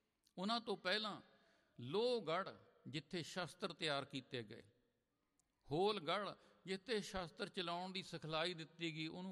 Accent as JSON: {"language": "Punjabi", "town": "Chamkaur Sahib", "region": "Punjab", "country": "India", "tie": "born or raised there", "moved": "as an adult", "said": "ਮੈਂ ਚਮਕੌਰ ਸਾਹਿਬ ਦਾ ਜੰਮਿਆ, ਉੱਥੇ ਪਲਿਆ, ਉੱਥੇ ਪੜ੍ਹਿਆ, ਉੱਥੇ ਮੈਂ ਰਿਟਾਇਰ ਹੋਇਆ"}